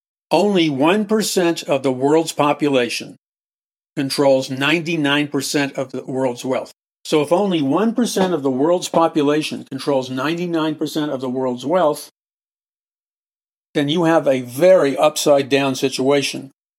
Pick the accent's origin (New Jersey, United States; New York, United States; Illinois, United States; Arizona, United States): New York, United States; New York City; but I heard it a lot growing up in New York City.